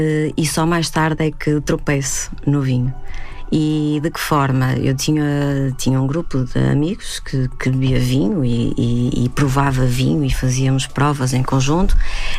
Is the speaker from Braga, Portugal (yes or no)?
yes; Braga, Portugal; Eu não nasci no meio da vinha, eu não fui criada no meio da vinha, eu sou de Braga.